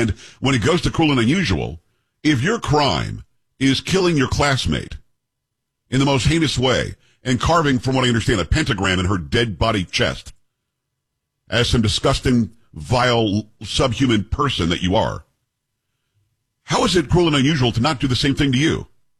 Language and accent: English; Florida, United States; What happened to the electric chair, which was happening where I grew up in Florida?